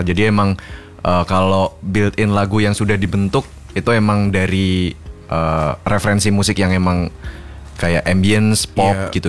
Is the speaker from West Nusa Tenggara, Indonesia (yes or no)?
no; Kediri, East Java, Indonesia; karena gitu saya dari Kediri kan.